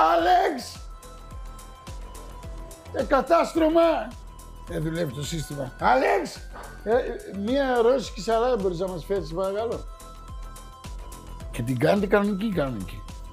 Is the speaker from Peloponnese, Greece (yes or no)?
no; Thessaloniki, Central Macedonia, Greece; Εγώ είμαι από τη Θεσσαλονίκη, αδελφέ. Με καυτερά μεγάλωσα.